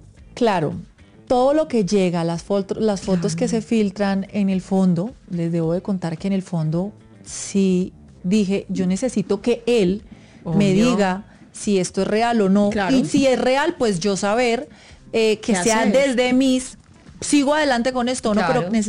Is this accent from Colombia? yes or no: yes; Ibagué, Tolima, Colombia; pero se crió en Ibagué, de donde yo soy, es mi tierra.